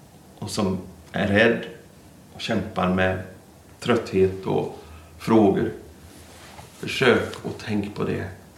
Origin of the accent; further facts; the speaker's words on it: Albania; accent: North Albanian dialect; Och jag pratar en nordalbansk dialekt.